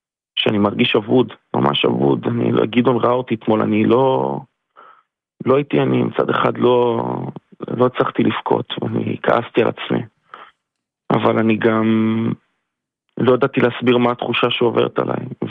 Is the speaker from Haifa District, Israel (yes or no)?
yes; Zikhron Ya'akov, Haifa District, Israel; ספי, אני מזכיר לכם, הוא מגיע מאלי, אני מגיע מזיכרון, הפלגה שלנו הייתה חצויה במובן הזה, חצי-חצי